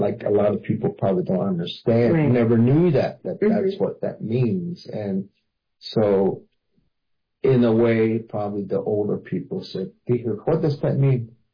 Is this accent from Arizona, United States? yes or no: yes; Arizona, United States; first language Hopi